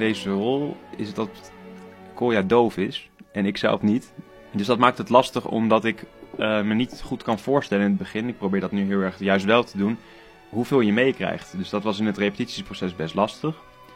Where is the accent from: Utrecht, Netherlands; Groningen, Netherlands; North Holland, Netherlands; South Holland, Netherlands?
Groningen, Netherlands; ik ben 23 jaar oud en ik kom uit Groningen.